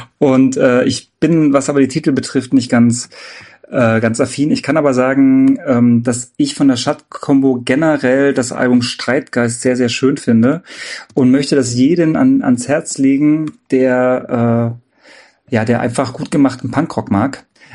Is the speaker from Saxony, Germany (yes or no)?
yes; Saxony, Germany; wir kommen ja aus Sachsen.